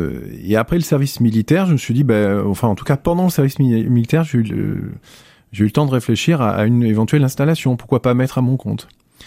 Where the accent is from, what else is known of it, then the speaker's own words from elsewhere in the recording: Limoges, Nouvelle-Aquitaine, France; also born or lived in Geneva, Switzerland; j'ai fait ma primaire à Boisseuil, mon collège à Pierre-Buffière et mon lycée à Gay-Lussac puisqu'on en parlait tout à l'heure, et donc je suis un gars du coin